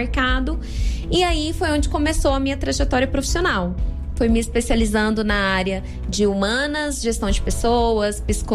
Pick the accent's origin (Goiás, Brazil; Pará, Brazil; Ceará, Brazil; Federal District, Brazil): Goiás, Brazil; Goiânia; also born or lived in Presidente Epitácio, Brazil / Santa Rita do Pardo, Brazil; Então, eu sou registrada como paulista, mas eu resido aqui em Goiânia desde os meus 4 anos de idade. Então, eu me considero goiana.